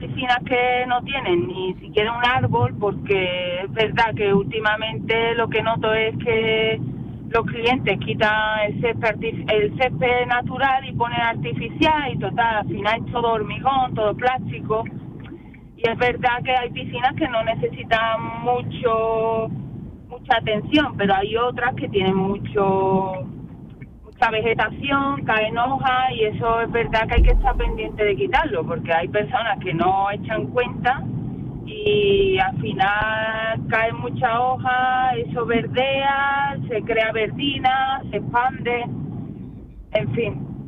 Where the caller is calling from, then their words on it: Dos Hermanas, Andalusia, Spain; Yo soy de Los Hermanas.